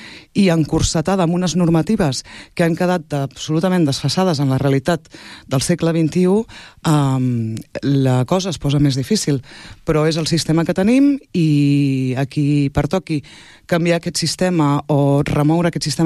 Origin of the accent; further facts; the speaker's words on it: Tordera, Catalonia, Spain; born there; sóc veïna de Tordera i sóc mare de família. Això per començar. Per tant, d'entrada, sóc veïna de Tordera i de naixement.